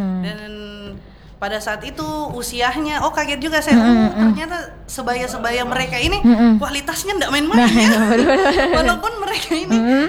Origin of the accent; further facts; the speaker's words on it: South Sulawesi, Indonesia; memang udah lama dari kecil tinggalnya di Sulawesi Selatan.